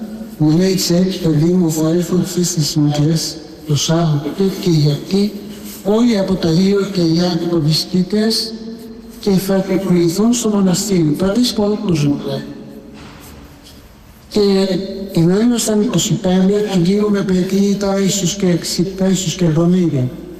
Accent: Patmos, South Aegean, Greece; moved away; also born or lived in Mount Athos; Μικρό παιδί εκεί πέρα από το νησί μου που είναι η πατρίδα μου, το ειδόνισσο της Πάτμου

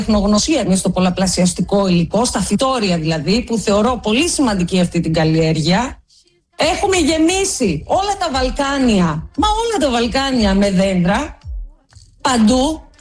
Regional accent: Greece; σαν μια Ελληνίδα μάνα

